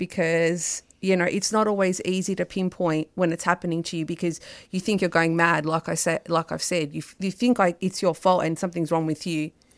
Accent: Australia; born there; my Cypriot heritage. That's why I call myself Cypriot Australian, even though I was born here, because I don't fully see myself as just Australian.

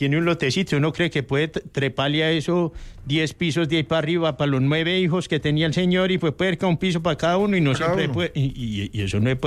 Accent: Colombia

